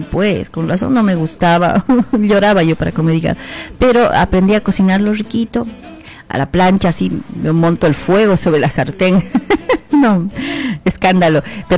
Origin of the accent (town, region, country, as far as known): Bolivia